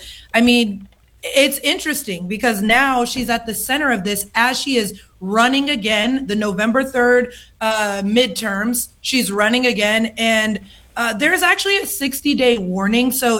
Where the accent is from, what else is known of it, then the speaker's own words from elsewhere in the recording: Oklahoma, United States; my home state of Oklahoma